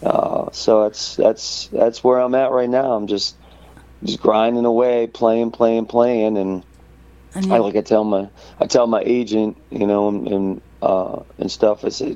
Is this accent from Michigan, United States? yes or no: yes; Michigan, United States; moved away as an adult; also born or lived in Texas / North Carolina; now in New Orleans, United States; Started off in Michigan. That's where I was born and raised, and spent a lot of my time, and then just moved around a little bit in Texas, a little bit in North Carolina